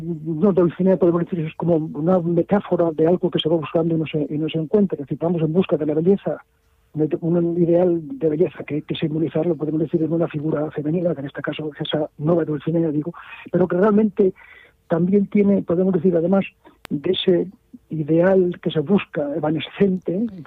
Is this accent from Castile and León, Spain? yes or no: yes; Burgos, Castile and León, Spain; en Burgos, que es mi tierra